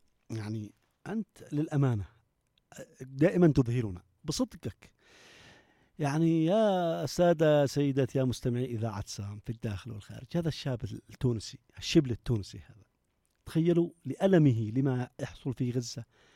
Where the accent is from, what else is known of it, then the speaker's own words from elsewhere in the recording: Yemen; يعني إحنا شعب مسكين مفق